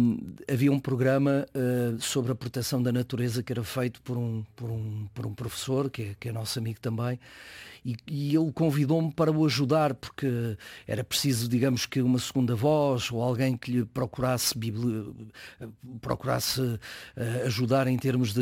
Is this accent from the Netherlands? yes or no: no; Peso da Régua, Norte, Portugal; moved away as an adult; now in Vila Nova de Gaia, Portugal; eu praticamente nunca tinha saído da minha cidade natal, Peso da Régua, vir aqui para o Porto